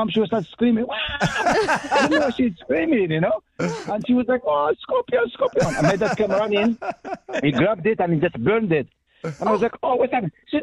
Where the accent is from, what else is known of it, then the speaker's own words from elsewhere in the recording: Morocco; also born or lived in Malaysia / Singapore / Indonesia; now in New Zealand; Yes, I'm originally from Morocco.